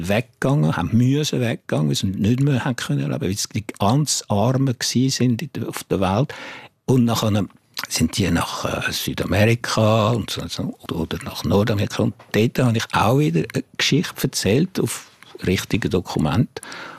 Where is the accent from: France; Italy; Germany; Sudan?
France; Bourgogne-Franche-Comté; German is a second language; Nein, ich finde einfach, ich bin von da, ich bin im Jura aufgewachsen, ich bin ein Freund vom Zürichsee oder vom Genfersee und ich gehe gerne in den Alpen wandern. Also warum soll ich jetzt als Franzose schreiben, oder?